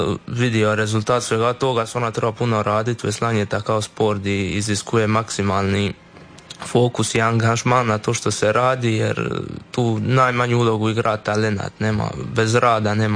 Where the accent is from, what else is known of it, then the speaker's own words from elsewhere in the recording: Croatia; moved away as an adult; Da, svakako mi se plan vratiti na otok nakon studija i veslačke karijere.